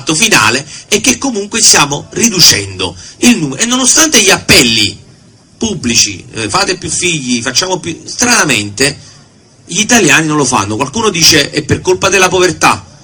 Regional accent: Naples, Campania, Italy; mai avrei pensato di partecipare a un dibattito, alla festa della Lega, da napoletano e da meridionale

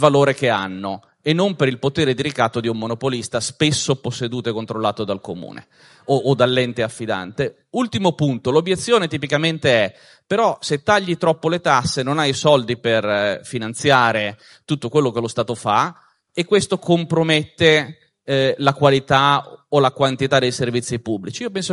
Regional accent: Genoa, Liguria, Italy; Io sono genovese

